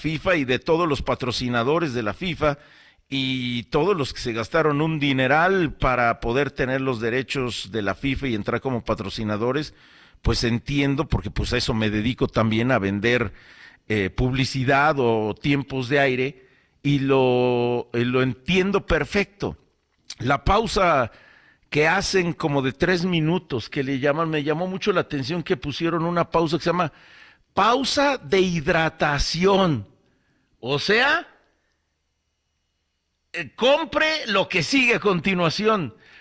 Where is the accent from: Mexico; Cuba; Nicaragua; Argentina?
Mexico; Y pues sí, todos somos mexicanos y me dio mucho gusto ver que ganaron.